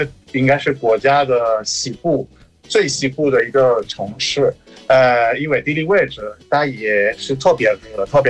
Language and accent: Chinese; Caracas, Capital District, Venezuela; Chinese is a second language; moved away as an adult; now in China; 我的家在首都，然后首都的位置可能比较好，没有那么热。